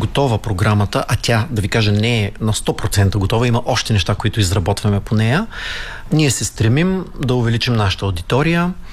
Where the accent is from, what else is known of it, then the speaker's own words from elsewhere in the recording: Dimitrovgrad, Haskovo Province, Bulgaria; also born or lived in Varna; Аз съм родом от Димитровград. Да, и като тракиец по кръв и по родно място, всъщност към Добруджа ме отвя един вятър, аз станах студент във Варна първо